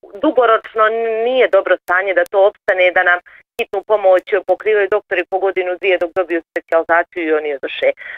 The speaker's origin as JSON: {"language": "Croatian", "region": "Federation of Bosnia and Herzegovina", "country": "Bosnia & Herzegovina", "said": "uzet ću Hercegovačko-neretvanski kanton, odakle sam ja"}